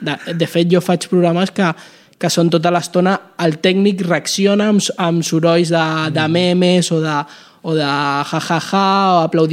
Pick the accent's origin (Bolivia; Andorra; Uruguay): Uruguay; now in Spain; La meva mare, bueno, jo també vam néixer a l'Uruguai, ella feia ràdio allà i jo escoltava ràdio ja de petit.